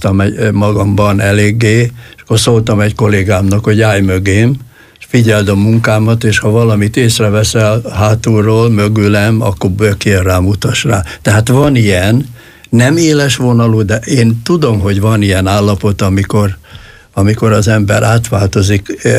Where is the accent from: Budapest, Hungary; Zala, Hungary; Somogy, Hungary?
Zala, Hungary; born or raised there